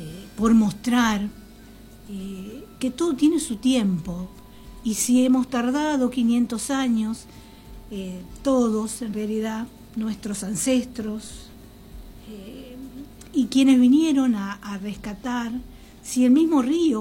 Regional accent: Argentina

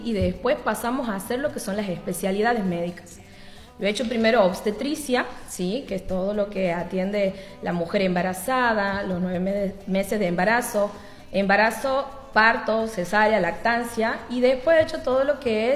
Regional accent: Loreto, Santiago del Estero, Argentina; Soy de Loreto

